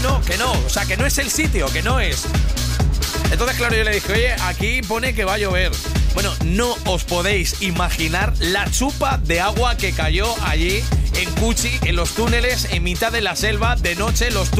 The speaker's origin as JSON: {"language": "Spanish", "town": "Ciudad Real", "region": "Castilla-La Mancha", "country": "Spain", "said": "yo soy de Ciudad Real"}